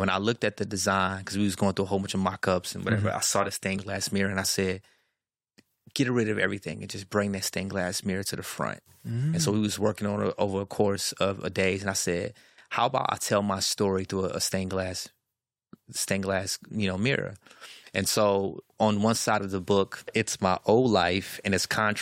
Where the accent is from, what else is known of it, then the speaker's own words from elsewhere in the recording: Chicago, Illinois, United States; it's my Chicago Bulls cap, because I'm from Chicago.